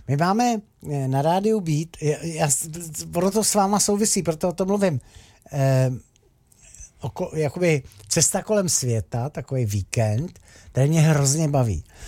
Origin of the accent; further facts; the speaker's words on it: Moravian Wallachia, Czechia; Já jsem taky Valach